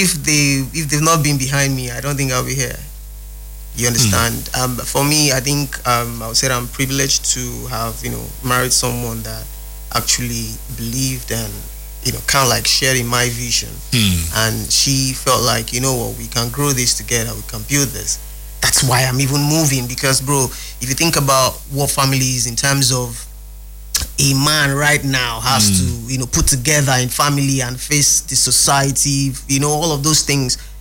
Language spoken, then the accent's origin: English; Port Harcourt, Rivers, Nigeria; I mean, I was born and raised here in Port Harcourt, Rumokoro to be precise.